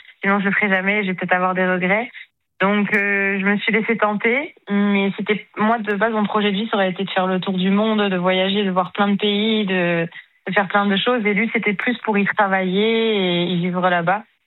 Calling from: Marseille, Provence-Alpes-Côte d'Azur, France; j'habite sur Marseille depuis 11 ans

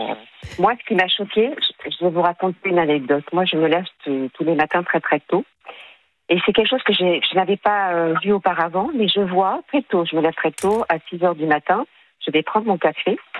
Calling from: Paris, Île-de-France, France; J'ai 61 ans, j'habite à Paris.

